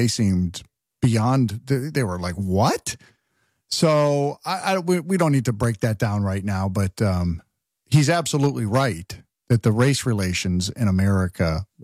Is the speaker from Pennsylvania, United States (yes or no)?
no; East Hartford, Connecticut, United States; I grew up in Connecticut, and we had, I grew up in a, not a little town, but a suburb of Hartford called East Hartford, ironically. And it's a, you know, lower middle class type of hardworking blue collar town